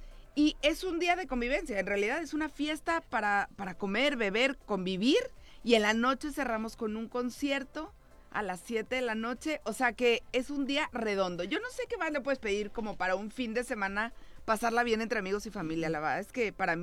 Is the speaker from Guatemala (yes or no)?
no; Mexico City, Mexico; venimos de la Ciudad de México, unos cuantos chilangos, a traerles un poquito de nuestros sabores de allá.